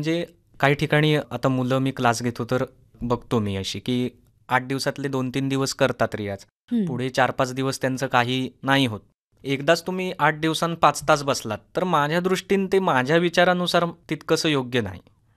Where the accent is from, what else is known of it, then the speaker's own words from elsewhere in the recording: Aravali, Maharashtra, India; आमचं गाव आरवली. आता आरवली गाव कलाकारांचं गाव म्हणून सुप्रसिद्ध आहेच आपल्या कोकणामध्ये